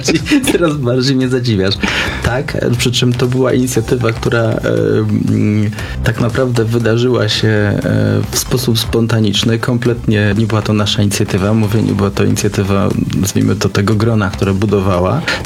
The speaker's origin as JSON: {"language": "Polish", "town": "Płock", "region": "Masovian Voivodeship", "country": "Poland", "said": "u nas w Płocku, który nazywa się Grodem Książąt Mazowieckich"}